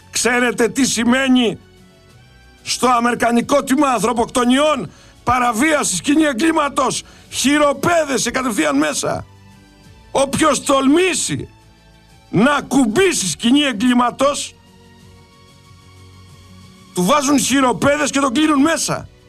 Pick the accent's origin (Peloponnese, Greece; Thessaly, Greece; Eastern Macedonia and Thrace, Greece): Peloponnese, Greece; Εγώ είμαι Μωραΐτης.